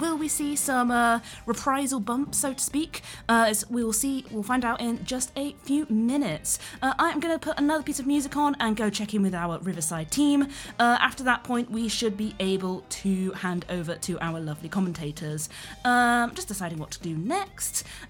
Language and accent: English; Bristol, South West England, United Kingdom; I'm always delighted to see a bit of Southwest representation. I'm from Bristol